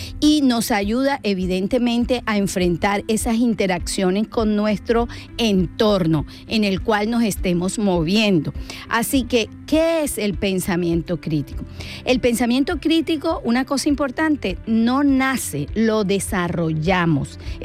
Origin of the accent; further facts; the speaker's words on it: Colombia; especialmente para nosotros los colombianos. Yo soy colombiana